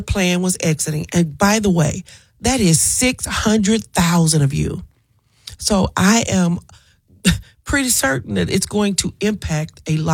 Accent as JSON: {"language": "English", "town": "Brinkley", "region": "Arkansas", "country": "United States", "said": "I'm from Brinkley, Arkansas."}